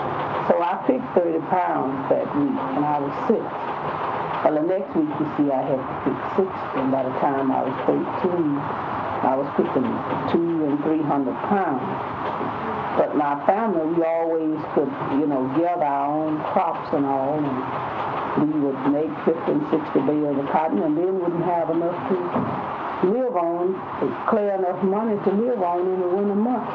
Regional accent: United States; born there; I was born 1917 in Montgomery County, October 6th.

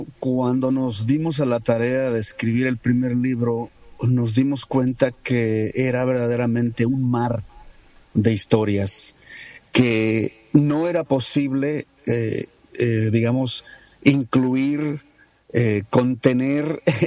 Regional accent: Xalapa, Veracruz, Mexico; cuando era niño, tenía yo creo unos 8 o 9 años, cuando escuché este tema que se llama … allá en mi tierra, en Jalapa, Veracruz

